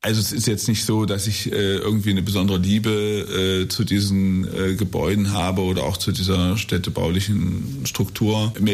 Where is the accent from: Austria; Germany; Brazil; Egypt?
Germany; East Germany; Ich bin ein Kind der DDR. Ich habe auch einen Großteil meiner Kindheit, meiner Jugend in einem Neubaublock verbracht. Mit 18 hatte ich die Chance, das Neubaugebiet zu verlassen und habe sie ergriffen.